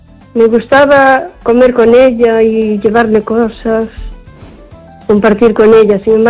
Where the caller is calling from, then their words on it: O Carballiño, Galicia, Spain; de Carballiño.